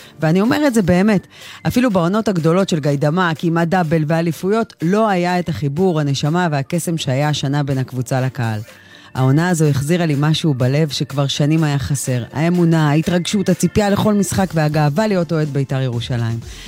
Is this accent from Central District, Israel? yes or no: no; Be'er Sheva, Southern District, Israel; moved away; אני מאושרת עם המשפחה שלי בבאר שבע